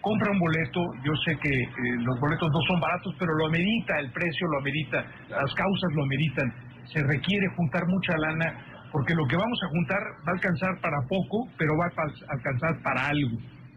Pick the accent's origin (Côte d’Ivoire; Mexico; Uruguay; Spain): Mexico